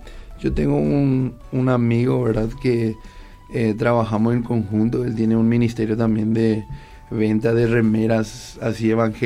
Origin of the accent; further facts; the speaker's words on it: San Antonio, Central, Paraguay; Yo soy de San Antonio, entonces a veces estoy un poco más lejos de lo que es la zona Asunción.